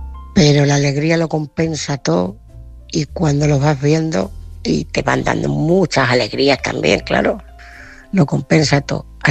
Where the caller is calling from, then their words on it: Ciudad Real, Castilla-La Mancha, Spain; Buenas noches, oyentes. … de Ciudad Real.